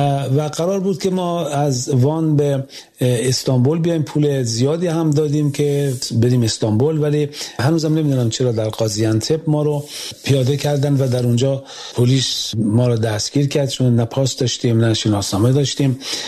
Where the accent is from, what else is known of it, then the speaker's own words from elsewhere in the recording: Semirom, Isfahan, Iran; moved away as an adult; من زاده سمیرام هستم، در میان کوهای زاگرس بزرگ شدم و با چنین طبیعتی آشنا بودم